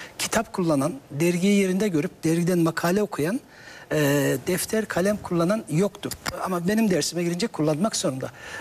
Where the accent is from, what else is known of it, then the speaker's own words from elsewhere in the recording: Ankara, Turkey; now in Istanbul, Turkey; Ben İstanbul'a yeni geldim sayılır. 2001'de geldim. Hala İstanbullu değilim. Hocam. Ankaralıyım.